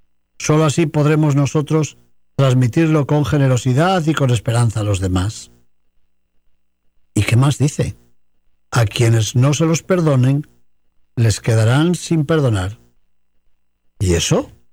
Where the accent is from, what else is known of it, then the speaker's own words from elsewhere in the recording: León, Castile and León, Spain; en la parroquia de San Francisco de la Vega, en mi ciudad natal de León